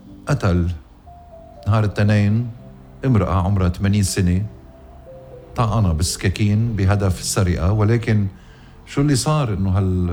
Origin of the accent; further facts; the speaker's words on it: Lebanon; تحية لألك يا رياض ولمحبتك لوطننا لبنان المشترك.